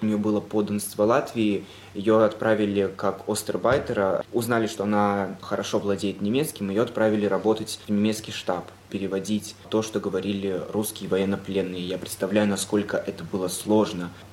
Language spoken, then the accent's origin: Russian; Lithuania